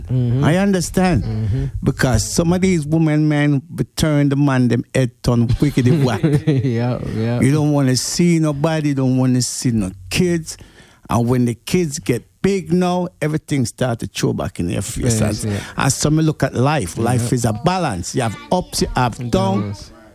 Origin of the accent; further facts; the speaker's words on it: Jamaica; now in United States; I grew up in Jamaica.